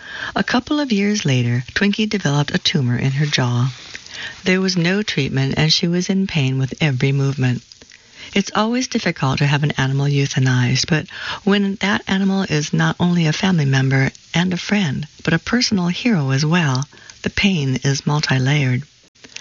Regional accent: Oregon, United States; born there; also born or lived in New York City; Although I was born in Oregon, my family spent five of my formative years in New York City, where my father attended university.

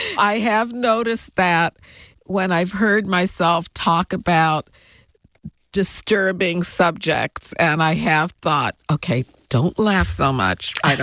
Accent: Chicago, Illinois, United States; I knew growing up in Chicago in the 1960s that my father had been conducting interviews

